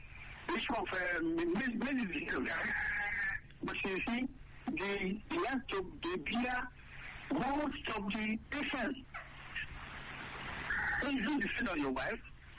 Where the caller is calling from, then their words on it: Nigeria; I'm calling from Sleja.